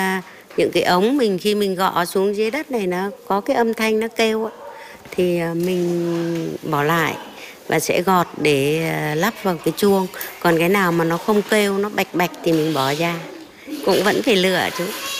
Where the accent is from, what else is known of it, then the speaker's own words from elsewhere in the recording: Hanoi, Vietnam; moved away as an adult; ở quê hương tôi là có cái làng nghề truyền thống gọi là làng nghề Phú Vinh. Thì tôi vào đây năm 94